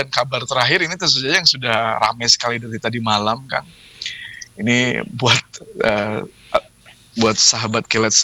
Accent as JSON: {"language": "Indonesian", "town": "Bandung", "region": "West Java", "country": "Indonesia", "said": "saya mah sebagai warga Kota Bandung"}